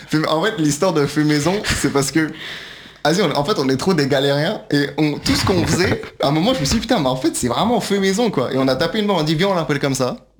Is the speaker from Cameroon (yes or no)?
no; Brittany, France; Non, moi je suis breton, moi, à la base.